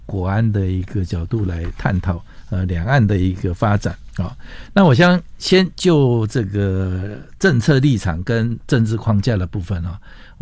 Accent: Taiwan; 我们台湾这边

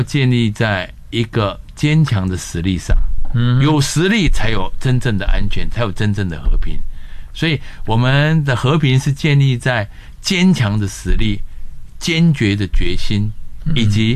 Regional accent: Taiwan

